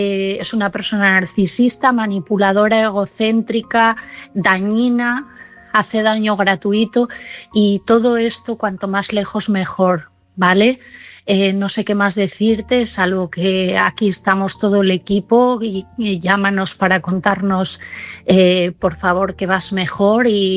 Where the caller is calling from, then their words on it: Asturias, Spain; de Asturias.